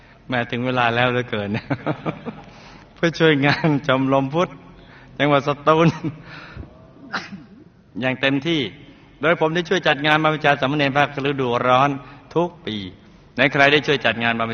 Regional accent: Songkhla, Thailand; born or raised there

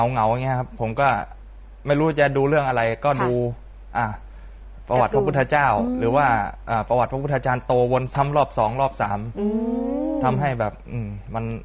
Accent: Samut Prakan, Thailand; born there; ตอนเด็กๆนะครับผมเกิดที่จังหวัดสมุทรปราการนะครับผมสมุทรปราการ

